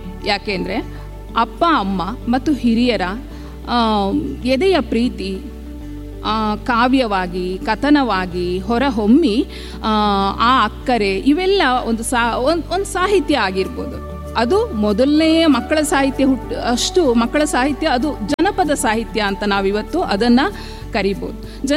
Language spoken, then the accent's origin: Kannada; Kundapura, Karnataka, India; accent: Kundapura Kannada; ನಮ್ಮ ಕುಂದಾಪುರ ಕನ್ನಡದಲ್ಲೊಂದಿದೆ